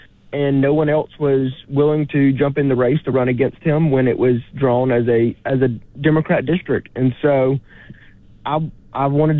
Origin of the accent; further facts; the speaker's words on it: Montgomery, United States; I grew up in Montgomery. I've been hunting and fishing since before I can remember.